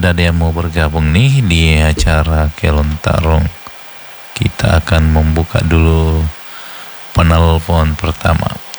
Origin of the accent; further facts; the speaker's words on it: Wajo, South Sulawesi, Indonesia; now in Makassar, Indonesia; Ini kalau di kampung saya di Wajo ini sudah ramai nih